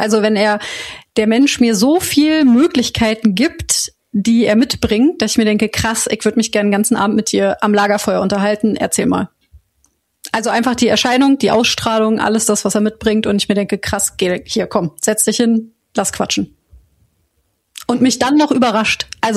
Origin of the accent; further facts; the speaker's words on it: Koblenz, Rhineland-Palatinate, Germany; now in Berlin, Germany